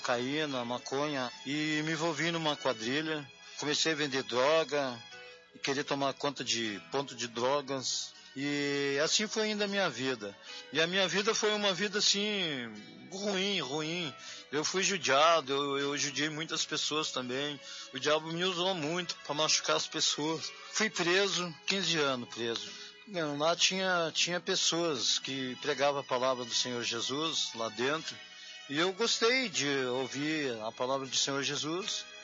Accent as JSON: {"language": "Portuguese", "region": "Rio Grande do Sul", "country": "Brazil", "said": "sou do Rio Grande do Sul."}